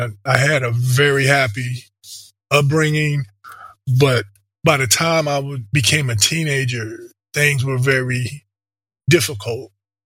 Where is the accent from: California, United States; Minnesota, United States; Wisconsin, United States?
Minnesota, United States; St. Paul; born there; also born or lived in Michigan / Grand Forks, North Dakota; So I was born in St. Paul, Minnesota, lived there for a couple of years. Then we moved to Michigan, a small city in Michigan. I don't even remember the name of it. We were there for, I believe, 2 years. Then we moved to Grand Forks, North Dakota.